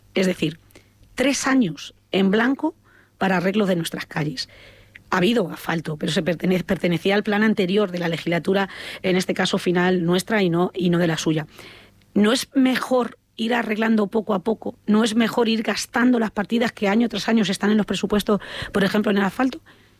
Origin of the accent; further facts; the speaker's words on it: Talavera de la Reina, Castilla-La Mancha, Spain; estamos pagando los talaveranos en la ciudad de Talavera